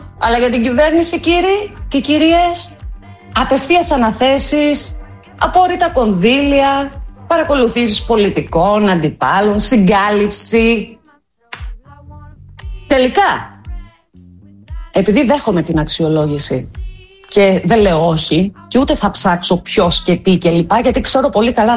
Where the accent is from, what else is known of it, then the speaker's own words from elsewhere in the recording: Greece; Προσπαθώ να βγάλω κι εγώ έτσι μια άκρη σαν Ελληνίδα φορολογούμενη.